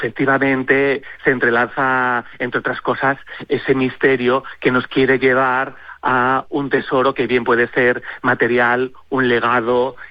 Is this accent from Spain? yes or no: yes; Spain